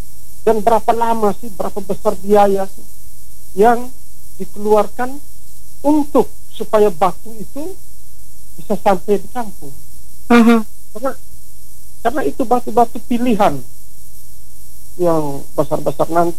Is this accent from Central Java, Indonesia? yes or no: no; Wolotopo, East Nusa Tenggara, Indonesia; itu filosofi kami orang Lio teristimewa di Wolotopo.